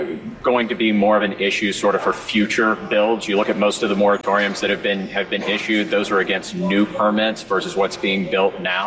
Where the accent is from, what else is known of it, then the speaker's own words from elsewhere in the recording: Alabama, United States; There's a data center Paul referenced, my home state of Alabama.